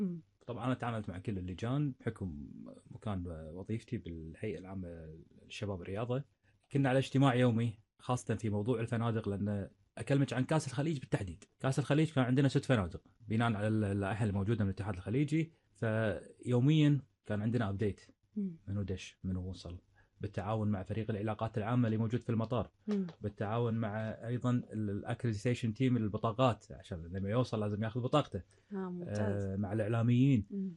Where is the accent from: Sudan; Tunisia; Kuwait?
Kuwait; تقريبا كنا من الكويت تقريبا 20 شخص.